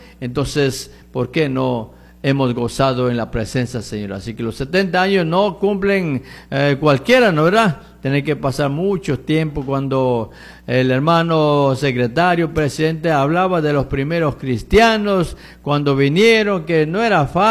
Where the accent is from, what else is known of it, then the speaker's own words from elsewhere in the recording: Yanacocha, Chimborazo, Ecuador; moved away; Allá en la Cocha, mi tierrita querida.